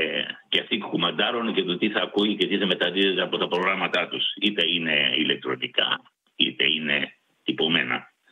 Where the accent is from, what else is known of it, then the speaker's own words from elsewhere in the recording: Greece; now in Australia; επειδή εμείς είμαστε Έλληνες και ακούμε το ελληνικό πρόγραμμα